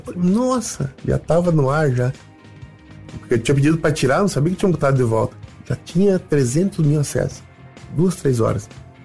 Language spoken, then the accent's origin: Portuguese; Rio Grande do Sul, Brazil; now in Curitiba, Brazil; Eu sou gaúcho, vou perder a identidade. Meio bairrista ainda, né? Tu vê, depois virei bairrista curitibano. Eu sou curitibano. Me considero mais curitibano que qualquer coisa.